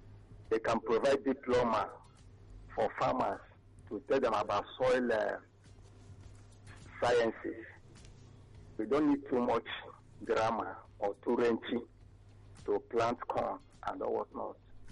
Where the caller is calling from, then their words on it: Nigeria; I'm calling from Eba.